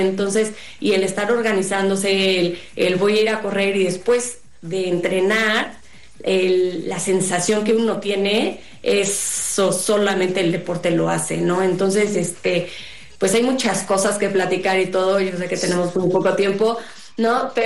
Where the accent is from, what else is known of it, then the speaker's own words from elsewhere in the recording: Puebla, Mexico; Soy de Puebla, yo consulto tanto presencial aquí en Puebla o en línea.